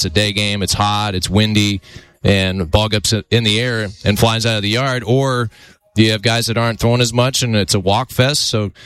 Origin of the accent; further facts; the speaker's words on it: Oakland, California, United States; Well, I grew up in Oakland. I grew up in the city. In the Bay Area, and I came to Santa Barbara when I was 21 years old.